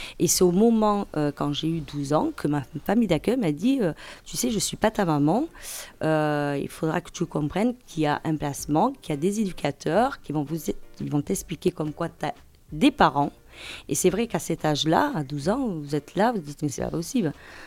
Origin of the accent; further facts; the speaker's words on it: Toulouse, Occitanie, France; born there; Alors, je suis toujours avec ma mère adoptive. Mais où ? À Toulouse.